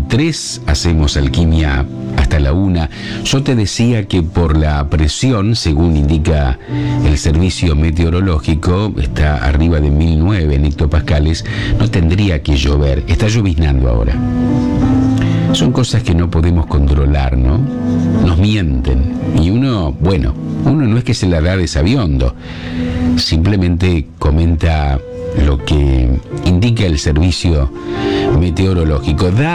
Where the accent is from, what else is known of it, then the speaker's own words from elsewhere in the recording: Arequito, Santa Fe, Argentina; Nos ven en Villa Eloísa, Los Molinos, Arequito, mi pueblo, Los Nogales